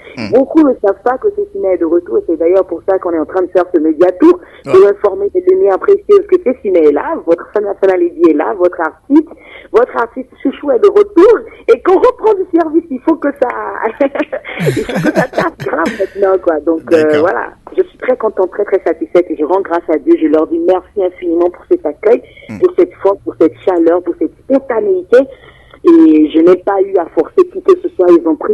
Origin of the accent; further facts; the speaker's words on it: Benin; born there; also born or lived in Parakou, Benin; Ma mère est de Agon-Likové, je suis née à Agon-Likové